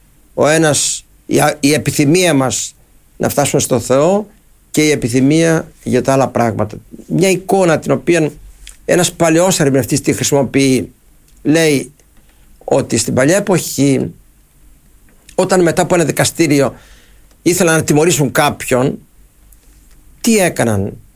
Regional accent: Greece; είμαστε Έλληνες

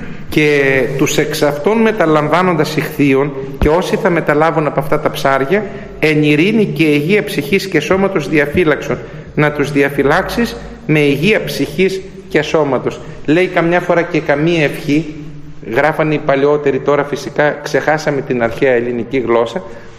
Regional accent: Soufli, Eastern Macedonia and Thrace, Greece; Έχουμε στην πατρίδα μου επάνω τη Θράκη εις το σουφλί, βγαίνει ο μεταξοσκόλικας εκεί.

